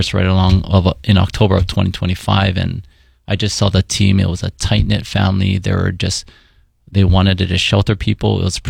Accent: Hawaii Kai, Hawaii, United States; So I'm born and raised in Hawaii. I grew up in Hawaii Kai.

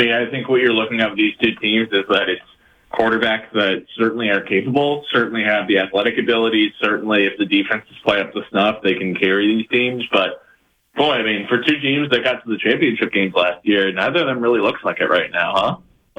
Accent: California, United States; I grew up in the Bay

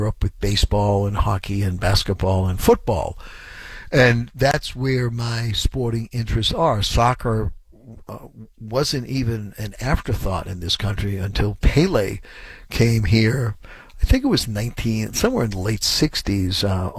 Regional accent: United States; to me as an American

